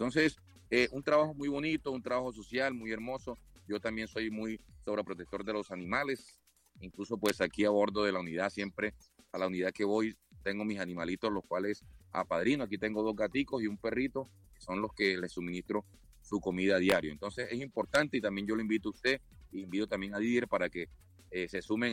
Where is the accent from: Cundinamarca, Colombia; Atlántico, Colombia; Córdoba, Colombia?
Atlántico, Colombia; Barranquilla